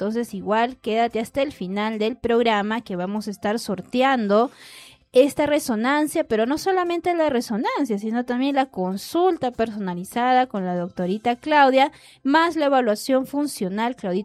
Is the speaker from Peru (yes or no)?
yes; San Agustín de Cajas, Junín, Peru; mi pueblo